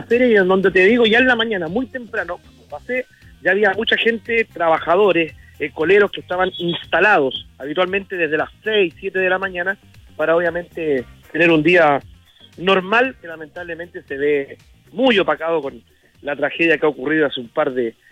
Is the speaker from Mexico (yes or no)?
no; Viña del Mar, Valparaíso, Chile; yo que soy del sector de Gómez Carreño, voy a la feria Caupolicán